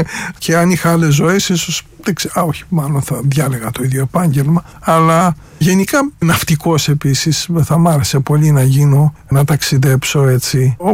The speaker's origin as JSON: {"language": "Greek", "country": "Greece", "moved": "as an adult", "lives_now": "France"}